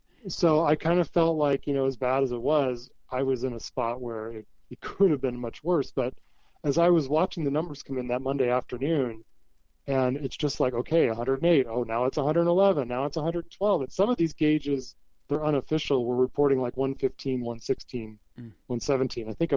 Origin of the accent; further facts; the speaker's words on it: West Coast, United States; also born or lived in Port Angeles, Washington; My dad was Coast Guard, so we moved around a bit as a kid, you know, transferred around, but mostly West Coast. And then, so I kind of say I grew up on the Pacific Coast, you know, Washington, Oregon, California